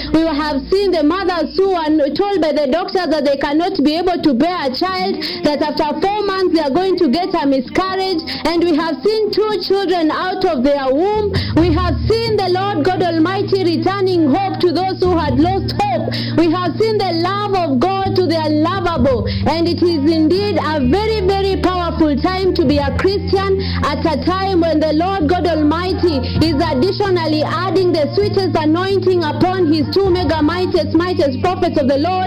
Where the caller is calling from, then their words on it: Kabete, Kiambu County, Kenya; I'm calling you from Kabete.